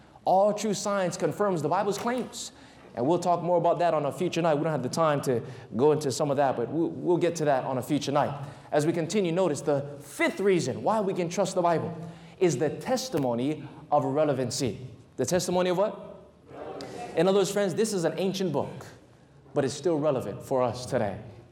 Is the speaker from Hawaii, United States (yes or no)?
yes; Waianae, Hawaii, United States; Growing up, I had no idea what was God or who was God. And as a result of not having a spiritual foundation, growing up in Waianae on t